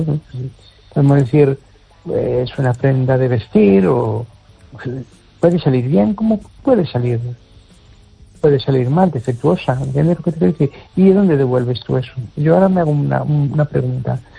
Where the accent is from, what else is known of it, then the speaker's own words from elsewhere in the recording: Amoeiro, Galicia, Spain; de Un Pueblo de Amoiro.